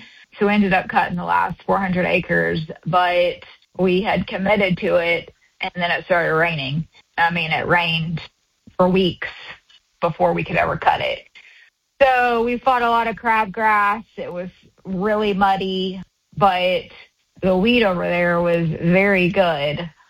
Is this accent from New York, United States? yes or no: no; Sayre, Oklahoma, United States; We're from Western Oklahoma, Sayre, S-A-Y-R-E.